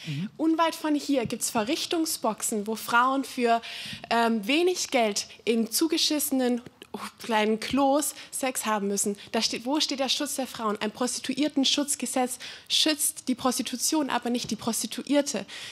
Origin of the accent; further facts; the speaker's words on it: Würzburg, Bavaria, Germany; Ich komme aus Würzburg